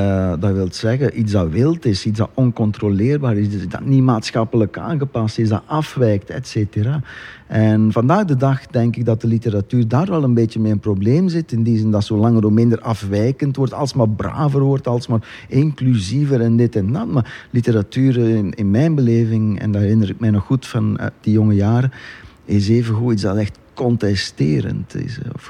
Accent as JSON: {"language": "Dutch", "region": "East Flanders", "country": "Belgium", "said": "Nee, maar wij komen alle 2 van het Waasland."}